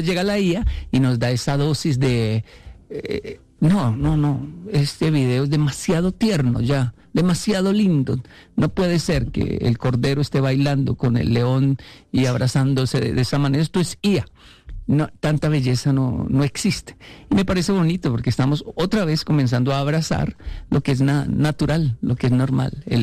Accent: Colombia; me da envidia como colombiano

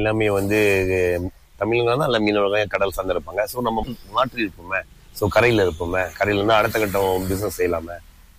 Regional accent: Pangkor, Perak, Malaysia; ஆமா, நான் பிறந்தது வளர்ந்ததெல்லாம் ஃபுல்லா பங்கோர் தான்.

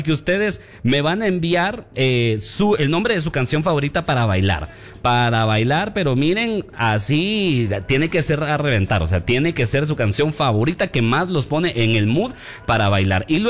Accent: Guatemala; Hoy soy más guatemalteco que comer tamal con tortilla. Yo así me siento hoy, mucha. Completamente así de chapín. Así de guatemalteco. Hoy soy más guatemalteco que tortilla con chicharrón de bolsa.

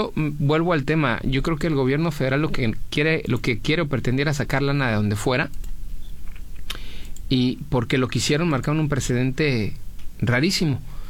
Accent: Mexico; Y yo como mexicano también tengo un derecho sobre ellas

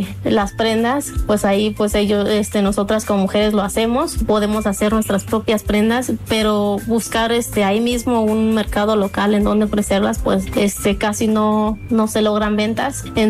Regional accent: San Vicente, Mexico

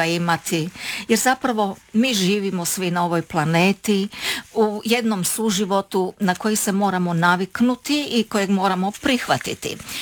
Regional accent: Rijeka, Primorje-Gorski Kotar County, Croatia; kada sam rođena u Rijeci i odrastala, nisam imala priliku osim u obitelji spoznati vjeru.

